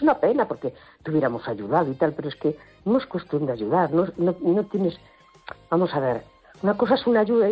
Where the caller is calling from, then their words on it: A Coruña, Galicia, Spain; de la Coruña.